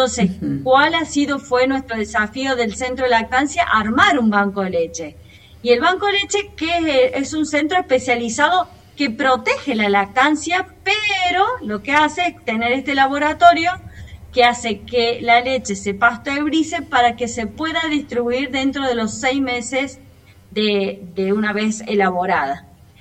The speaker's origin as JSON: {"language": "Spanish", "region": "Córdoba", "country": "Argentina", "tie": "born or raised there", "moved": "as an adult", "lives_now": "Neuquén, Argentina", "said": "nací en Córdoba"}